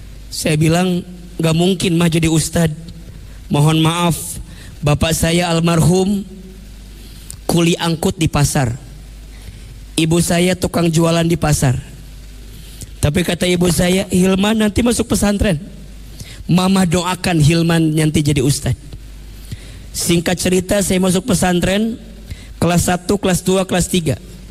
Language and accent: Indonesian; Garut, West Java, Indonesia; kita orang desa, kita orang kampung. Saya asli orang Garut, Jawa Barat.